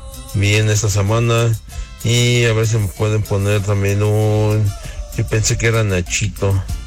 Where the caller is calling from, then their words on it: Tecamachalco, Mexico; desde aquí, desde Tecamachalco.